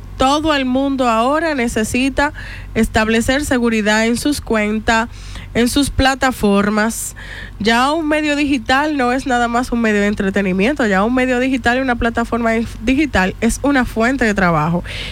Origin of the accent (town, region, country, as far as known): Dominican Republic